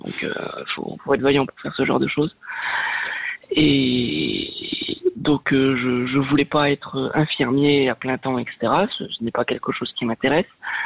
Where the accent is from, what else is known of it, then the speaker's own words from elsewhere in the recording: France; nationalité française, je suis français.